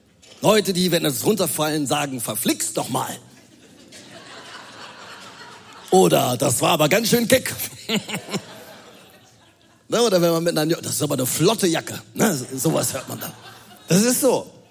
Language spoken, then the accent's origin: German; Cologne, North Rhine-Westphalia, Germany; born there; Und ich bin ja Rheinländer, das sieht man ja auch. Ne? Ich bin in Köln geboren.